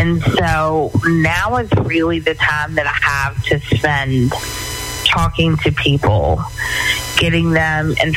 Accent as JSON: {"language": "English", "region": "Pennsylvania", "country": "United States", "tie": "born or raised there", "said": "if there's an opening in Pennsylvania, that I can switch to a load that's in my home state."}